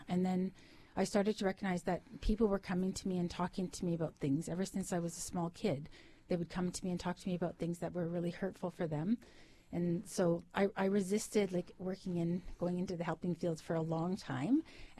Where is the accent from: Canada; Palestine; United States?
Canada; Yukon; moved away; originally I'm from the Yukon.